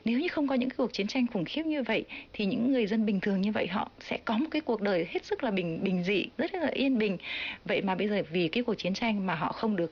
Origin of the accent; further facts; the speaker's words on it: Okinawa, Japan; Vietnamese is a second language; thấy là cố đô Huế có một cái gì rất là giống với thành Surijo, tức là một cái thành của ở Okinawa quê hương tôi.